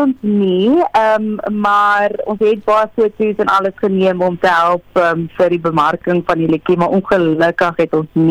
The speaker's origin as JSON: {"language": "Afrikaans", "region": "Karoo", "country": "South Africa", "tie": "born there", "said": "my kinderjare in die Karoo"}